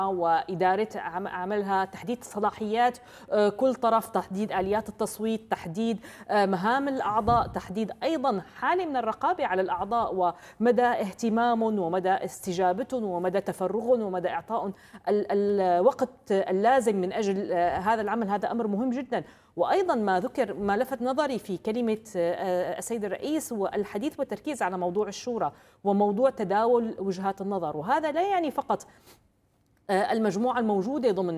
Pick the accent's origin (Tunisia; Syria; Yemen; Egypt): Syria; نحن نريد أن كسوريين